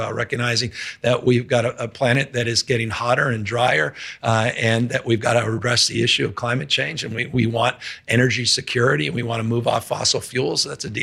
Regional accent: California, United States; Maybe it's because I'm from the Bay Area. Maybe it's because from California.

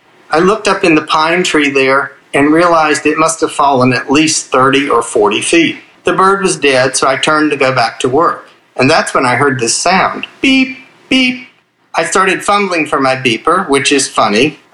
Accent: Houston, Texas, United States; I'm from Houston, Texas. I'm retired now, but until recently, I was professor of behavioral science at the University of Texas MD Anderson Cancer Center.

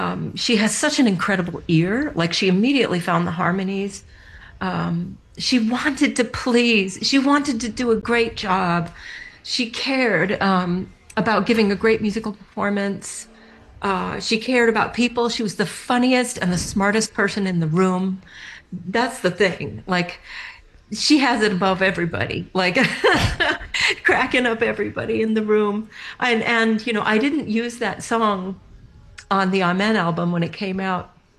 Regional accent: New England, United States; being from New England

